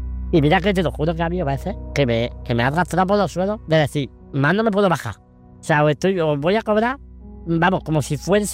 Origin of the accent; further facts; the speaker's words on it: Almería, Andalusia, Spain; Yo por donde voy digo que soy almeriense, y yo con orgullo.